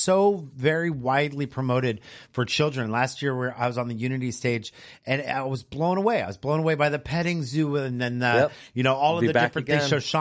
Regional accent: California, United States; I'm from the Bay Area, so I understand it.

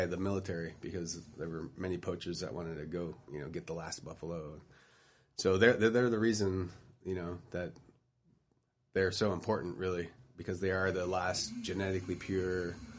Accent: California, United States; I grew up in the San Joaquin Valley, and cattle down there, I mean, they're literally like walking in their own excrement all the time, you know.

